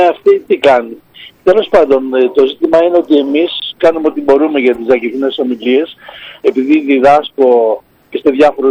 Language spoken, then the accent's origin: Greek; Greece; Εγώ είμαι πάνω από το Γύρι.